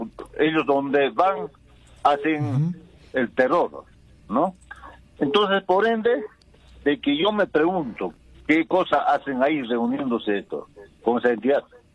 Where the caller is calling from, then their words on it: Sandia, Puno, Peru; con … de Sandia.